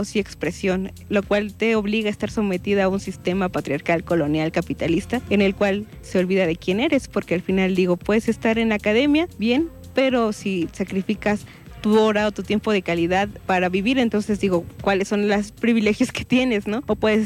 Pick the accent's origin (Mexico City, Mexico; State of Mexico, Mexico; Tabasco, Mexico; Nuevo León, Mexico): State of Mexico, Mexico